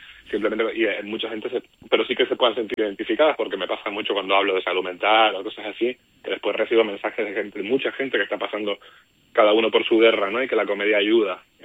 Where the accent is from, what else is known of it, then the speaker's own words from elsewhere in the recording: Tenerife, Canary Islands, Spain; en Tenerife, en mi isla